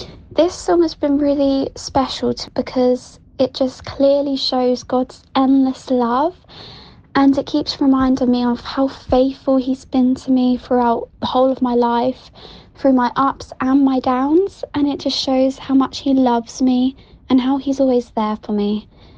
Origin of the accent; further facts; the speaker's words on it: Paulsgrove, South East England, United Kingdom; I'm from Paul's Grove.